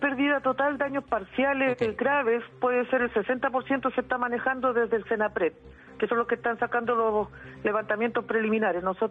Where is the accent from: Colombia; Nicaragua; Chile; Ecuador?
Chile; Nosotros somos chilenos, tan chilenos como cualquier